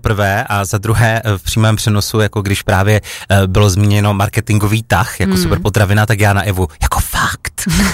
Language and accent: Czech; Opava, Moravian-Silesian Region, Czechia; já jsem jako z města, já jsem z Opavy, kde opravdu velký cukrovar je